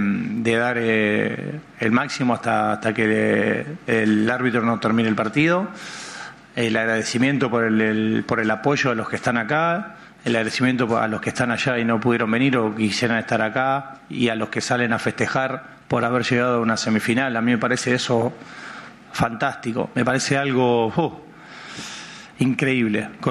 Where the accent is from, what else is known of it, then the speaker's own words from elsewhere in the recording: Argentina; soy entrenador de una selección, y de una selección como Argentina, de una selección que somos 45, 7 millones, 48, ¿dónde somos?